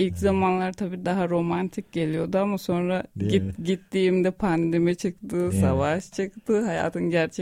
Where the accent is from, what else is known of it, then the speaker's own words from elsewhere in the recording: Istanbul, Turkey; moved away as an adult; now in North Ossetia, Russia; Evet, İstanbul'da doğdum, büyüdüm.